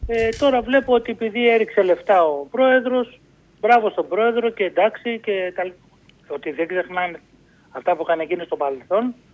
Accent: Aigaleo, Attica, Greece; born there; Εγώ γεννήθηκα στο Εγάλαιο.

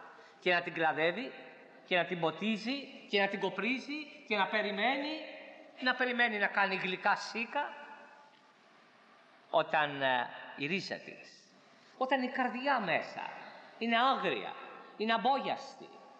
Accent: Corfu, Ionian Islands, Greece; ήμουν στο νησί μου στην Κέρκυρα

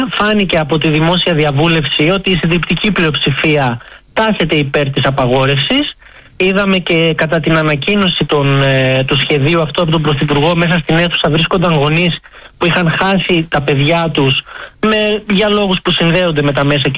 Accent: Crete, Greece; now in London, United Kingdom; είμαι από Κρήτη

